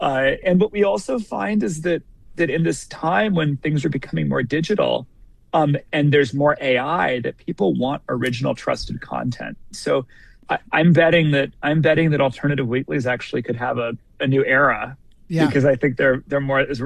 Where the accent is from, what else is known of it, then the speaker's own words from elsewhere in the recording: Washington, United States; So I'm from Washington State originally. I grew up in a small farm town in Washington State